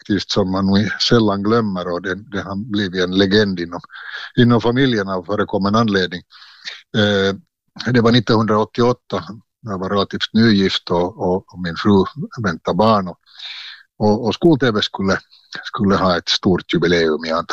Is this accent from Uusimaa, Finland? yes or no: yes; Porvoo, Uusimaa, Finland; born there; also born or lived in Svartå; jag flyttade från Västnyland, eller vi flyttade från Västnyland till Östnyland när jag var där just fylla 7. Och så började jag i folkskola i Tolki svenska folkskola.